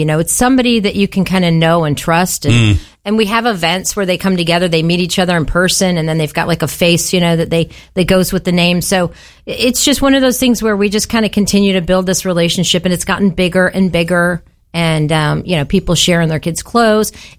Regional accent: Florida, United States; I was new to the area, and I came from Florida, which I love Florida

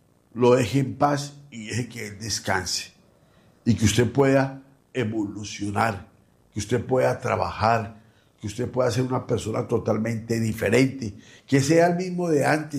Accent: Mexico; Porque yo vengo desde México, donde se venera, donde se hacen altares a la Santa Muerte.

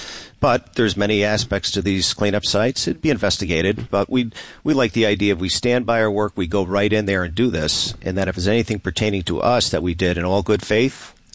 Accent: New York, United States; I'm very proud of being a New Yorker.

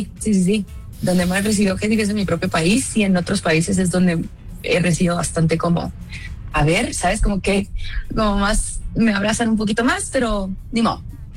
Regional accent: Guatemala; moved away as an adult; now in Mexico City, Mexico; soy guatemalteca, y me vine a Ciudad de México por una ruptura amorosa, ya les voy a contar el chisme pronto. Hace 7 años que me vine para acá.

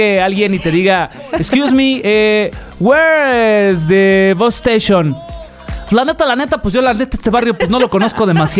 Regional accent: Mexico; ¿Cómo sabría una persona que somos mexicanos?

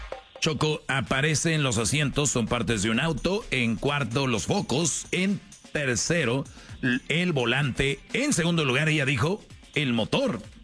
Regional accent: San Nicolás de los Garza, Nuevo León, Mexico; born there; En San Nicolás de los Garza.

